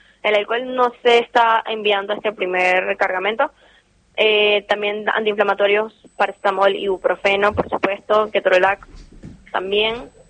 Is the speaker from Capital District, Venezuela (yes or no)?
yes; Caracas, Capital District, Venezuela; moved away as an adult; now in Argentina; yo soy de Caracas, que queda 30 minutos de La Guaira. Toda la familia y mi papá es de La Guaira, de hecho.